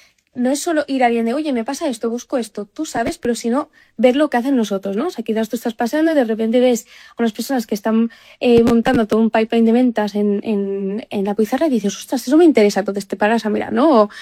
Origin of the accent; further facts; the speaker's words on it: Paris, Île-de-France, France; moved away as an adult; now in Barcelona, Spain; yo me crié en París con mis padres, y ya volví con 18 años a Barcelona.